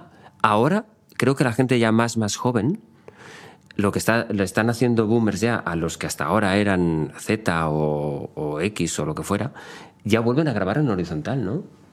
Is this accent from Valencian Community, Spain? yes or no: yes; Valencian Community, Spain; ¿Doble raya? Siendo yo valenciano es una expresión complicada.